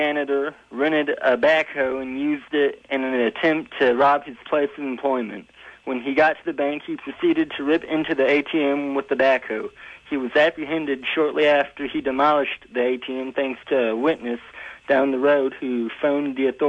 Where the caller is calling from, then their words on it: Muskoda, Illinois, United States; I'm calling from Muskoda, Illinois.